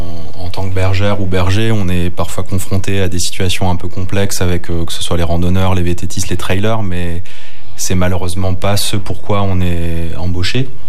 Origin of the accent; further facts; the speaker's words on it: Grand Est, France; Mais sinon, je suis alsacien.